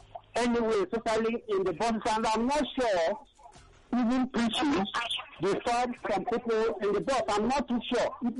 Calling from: Nigeria; I'm calling from Abaraja in the country.

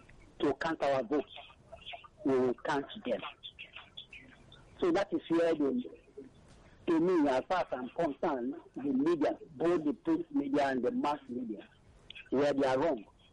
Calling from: Nigeria; I'm calling from Abandon.

